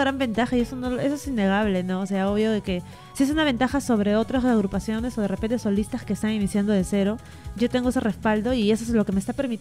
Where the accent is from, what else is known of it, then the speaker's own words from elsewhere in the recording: San Miguel, Lima, Peru; Sí, claro, yo soy de San Miguel, sí, o sea, seguimos viviendo ahí en San Miguel, toda mi familia, ¿no? Bueno, los que están acá en Perú, ¿no?